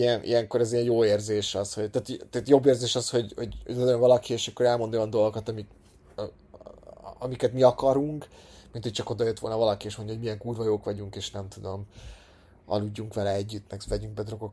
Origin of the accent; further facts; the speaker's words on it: Hungary; mert mi meg magyarok vagyunk